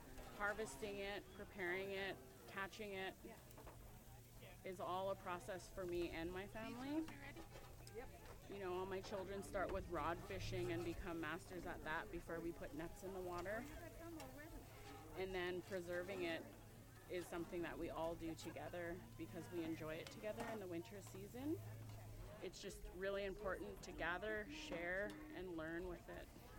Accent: Witset, British Columbia, Canada; I'm from the Tayu clan, and I'm from Whitsett, BC.

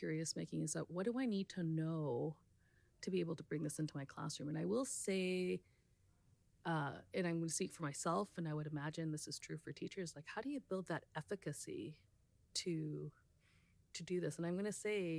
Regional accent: British Columbia, Canada; It was really a displacement, even though I'm from British Columbia. Like, you know, I've always been by the ocean, and now being here in the central interior

